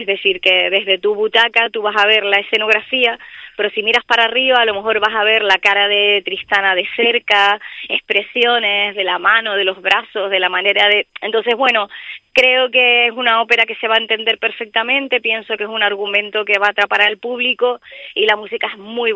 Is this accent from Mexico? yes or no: no; Canary Islands, Spain; now in Madrid, Spain; yo soy una soprano canaria, aunque estoy afincada en Madrid.